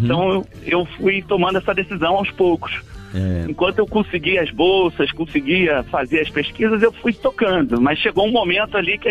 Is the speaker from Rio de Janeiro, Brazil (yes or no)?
yes; Rio de Janeiro, Brazil; born or raised there; now in Distrito Federal, Brazil